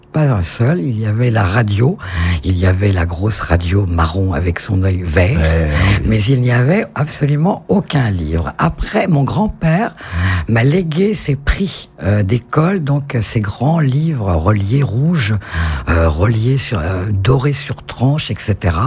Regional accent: Île-de-France, France; born there; je suis né au confluent de la Seine et de Lyon, néanmoins, à Montreux-Foltion. Donc, je suis né dans le sud Seine-et-Marne, voilà, pas très loin de la forêt de Fontainebleau.

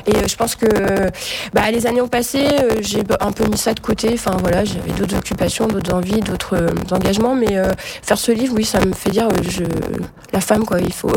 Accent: Brittany, France; je suis une bretonne d'origine et née dans le milieu agricole, donc en campagne du côté de l'Orient. Et donc j'ai grandi entre deux femmes, entre deux lieux, et notamment très largement sur une ferme.

